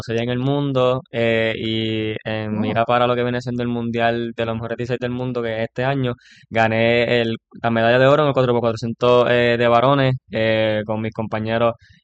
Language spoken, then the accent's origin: Spanish; Puerto Rico; no solamente tengo el apoyo de Puerto Rico, sino también el apoyo de mi pueblo, que significa mucho.